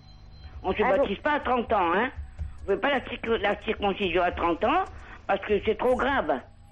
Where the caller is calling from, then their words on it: Montpellier, Occitanie, France; de Montpellier.